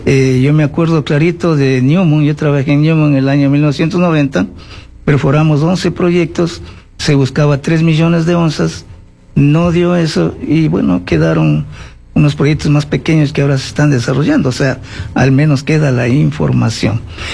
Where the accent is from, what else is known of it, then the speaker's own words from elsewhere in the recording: Ecuador; nuestro país Ecuador, como Colombia y Perú, Chile, estamos ubicados en la cordillera andina, somos parte de los Andes